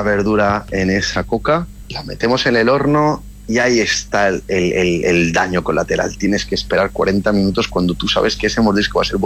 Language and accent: Spanish; Balearic Islands, Spain